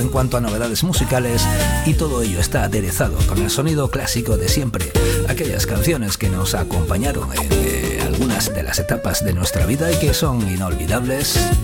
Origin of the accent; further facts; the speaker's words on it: Jaén, Andalusia, Spain; Por fin, en mi tierra, en Jaén, ya era hora.